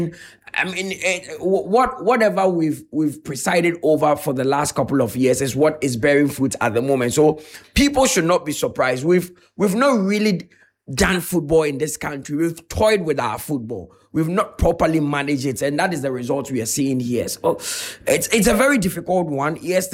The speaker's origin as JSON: {"language": "English", "country": "Ghana", "said": "I'm patriotic. I'm a Ghanaian."}